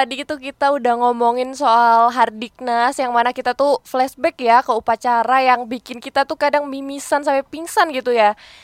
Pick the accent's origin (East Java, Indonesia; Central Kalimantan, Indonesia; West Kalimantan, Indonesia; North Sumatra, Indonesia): East Java, Indonesia; sebagai warga Jawa Timur